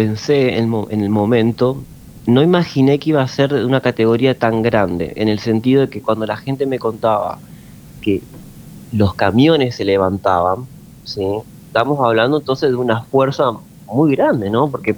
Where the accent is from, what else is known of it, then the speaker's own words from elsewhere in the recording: Calchaquí, Santa Fe, Argentina; born there; yo fui nacido en Calchaquí, a 100 kilómetros de San Justo.